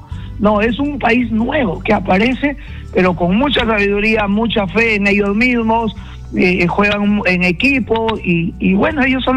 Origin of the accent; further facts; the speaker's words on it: Chiclayo, Lambayeque, Peru; yo que soy de Chiclayo